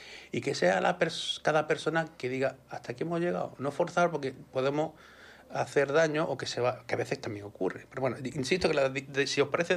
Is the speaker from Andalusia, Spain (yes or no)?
yes; Córdoba, Andalusia, Spain; now in Málaga, Spain; yo soy de Córdoba, yo soy de interior, entonces a la hora de apreciar el calor y la humedad es distinta. Llevo ya muchos años en Málaga